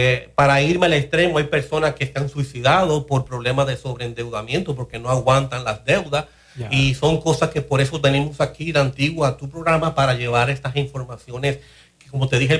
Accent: Santiago de los Caballeros, Santiago, Dominican Republic; Yo soy de Santiago.

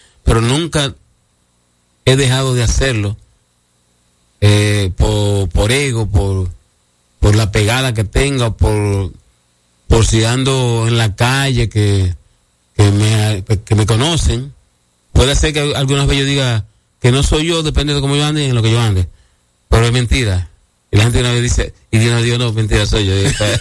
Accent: Cotuí, Sánchez Ramírez, Dominican Republic; born there; now in Santo Domingo, Dominican Republic; Yo nací en Sevicos, tierra santa de la provincia Sánchez Ramírez y que pertenece a Cotuí

